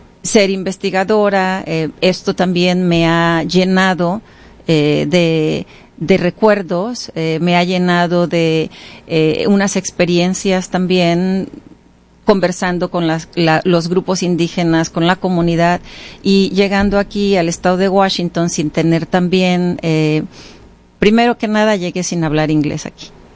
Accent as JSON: {"language": "Spanish", "region": "Guerrero", "country": "Mexico", "tie": "born or raised there", "moved": "yes", "said": "yo crecí en el estado de Guerrero y todavía puedo recordar esas gotas grandes cuando llueve y el olor de la tierra mojada de mi pueblo, ¿no? De donde yo vengo."}